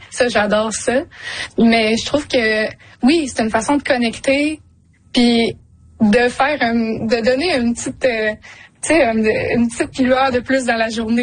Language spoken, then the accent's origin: French; Quebec, Canada